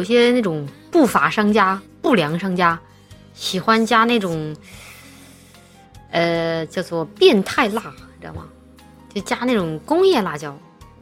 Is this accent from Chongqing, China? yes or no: yes; Chongqing, China; 我作为一个重庆人，非常能吃辣